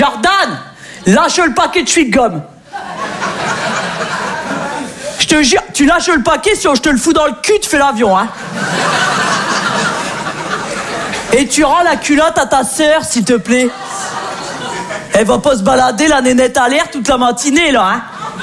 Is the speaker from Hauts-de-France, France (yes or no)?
yes; Hauts-de-France, France; Moi, je viens du nord de la France. Et c'est vrai qu'on est très gentils dans le nord.